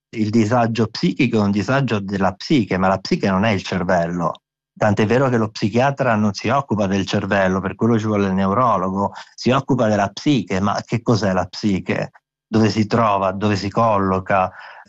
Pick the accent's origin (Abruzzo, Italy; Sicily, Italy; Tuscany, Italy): Abruzzo, Italy; born or raised there; first language Abruzzese dialect; Italian is a second language